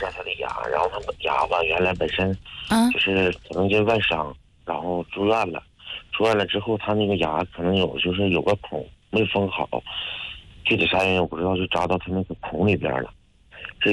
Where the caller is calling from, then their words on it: Northeast China, China; accent: Northeastern dialect; 就是咱们东北话来说